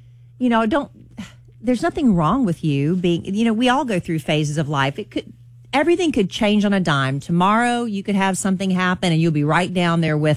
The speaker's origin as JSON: {"language": "English", "country": "United States", "tie": "born there", "said": "But like I'm very, very thankful that I was born in America."}